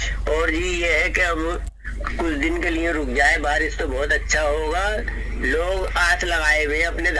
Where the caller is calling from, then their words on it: Sambhal, Uttar Pradesh, India; का प्यार भरा आदाब